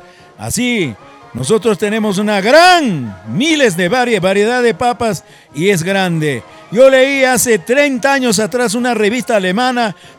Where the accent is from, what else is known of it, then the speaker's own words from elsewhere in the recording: Peru; ¡Qué grande es mi Perú!